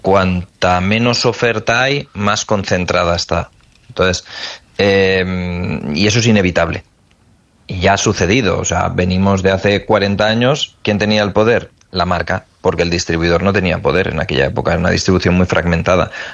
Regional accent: Barcelona, Catalonia, Spain

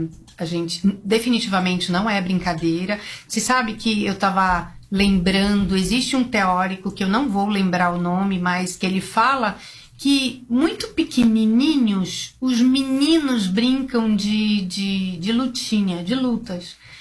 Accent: Belém, Pará, Brazil; moved away as an adult; now in São Paulo, Brazil; sou de Belém do Pará, tô aqui há muitos anos

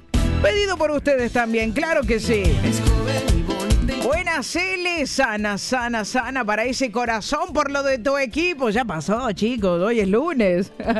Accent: Córdoba, Argentina; born there; yo nací en Córdoba

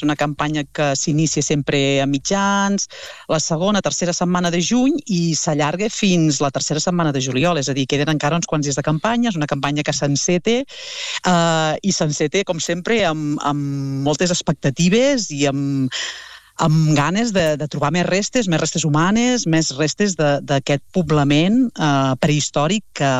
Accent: Tarragona, Catalonia, Spain; pels que som de Tarragona, de la zona de Tarragona, de la Costa Daurada

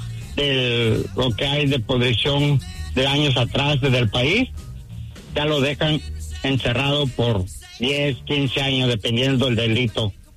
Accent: Mexico; Yo viví en, soy mexicano, sé cómo están las situaciones en México.

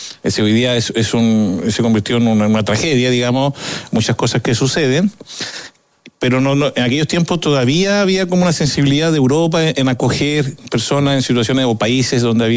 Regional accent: Lautaro, Araucanía, Chile; born there; Entonces, de pronto partía, no sé, en Temuco, porque yo nací en Lautaro. Y de Lautaro íbamos a Temuco

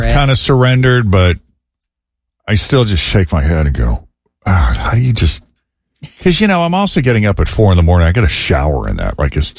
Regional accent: Massachusetts, United States; moved away; My home state of Massachusetts

